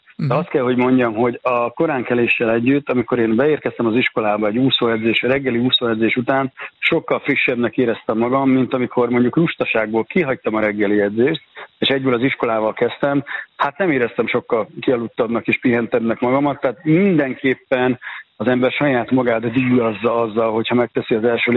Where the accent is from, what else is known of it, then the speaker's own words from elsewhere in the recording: Szeged, Csongrád-Csanád, Hungary; born there; jövő héten is jövök vissza Szegedre. Igaz, hogy a szülővárosom, tehát egy kicsit magamnak kedvezve szervezem a programokat.